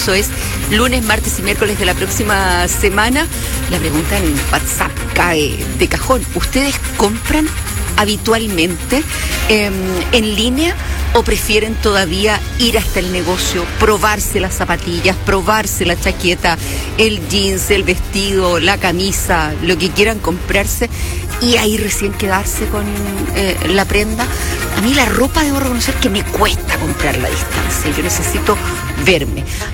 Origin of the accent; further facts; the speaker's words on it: Chile; somos buenos los chilenos